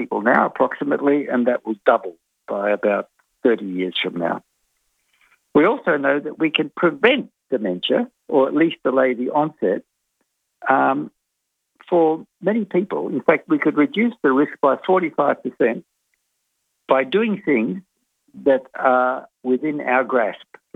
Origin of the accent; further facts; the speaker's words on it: Australia; as Senior Australian of the Year, I've set myself two goals